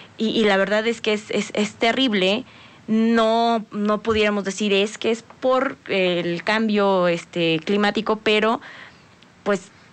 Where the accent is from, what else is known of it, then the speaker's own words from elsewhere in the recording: Tehuacán, Puebla, Mexico; de donde yo soy, de Tehuacán, Puebla